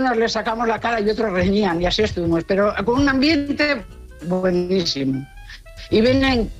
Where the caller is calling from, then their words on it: San Sebastián, Basque Country, Spain; ahí voy una vasca